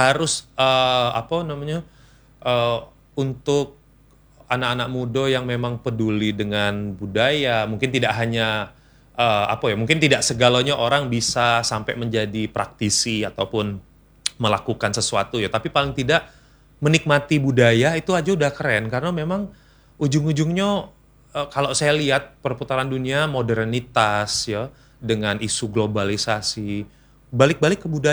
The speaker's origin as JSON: {"language": "Indonesian", "region": "Bengkulu", "country": "Indonesia", "tie": "born or raised there", "said": "Karena memang latar belakang kalau orang tua kan dari Sulawesi Selatan, ibu dari Jawa. Cuma kita kan lah besar di Bengkulu, bahasa daerah yang paling lancar ya bahasa Bengkulu, bahasa Lembak terutama sebenarnya yang paling lancar. Bahasa Bugis gak bisa, bahasa Jawa juga kurang gitu."}